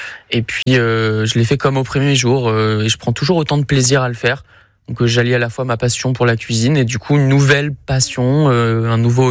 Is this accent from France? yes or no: yes; Nice, Provence-Alpes-Côte d'Azur, France; born there; now in Pays de Grasse, France; Moi, je suis très fier d'être d'ici. Je suis né à Nice, à Lanval.